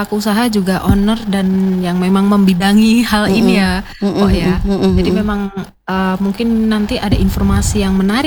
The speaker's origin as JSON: {"language": "Indonesian", "region": "Central Java", "country": "Indonesia", "lives_now": "Manokwari, Indonesia", "said": "Saya malah dari Jawa Tengah."}